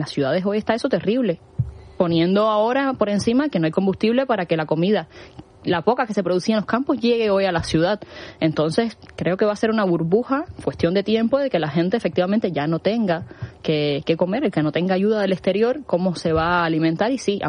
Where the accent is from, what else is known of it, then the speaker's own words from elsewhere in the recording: my province, Mayabeque, Cuba; Justo mi provincia, mi pueblito, digamos, es donde sale la lancha, la única lancha que tiene conexión con esa isla.